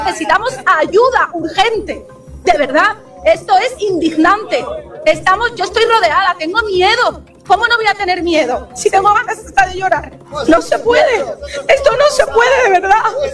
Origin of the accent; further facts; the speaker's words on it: Spain; ¿Dónde están nuestros derechos como españoles? ¿Dónde están nuestros principios como españoles?